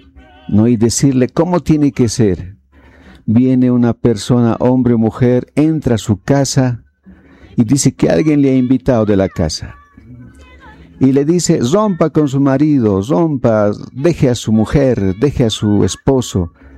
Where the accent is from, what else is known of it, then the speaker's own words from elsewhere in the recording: Bolivia; Somos de aquí, hermanos. Somos bolivianos, unos somos paseños. Somos cruceños, somos pandinos, orureños.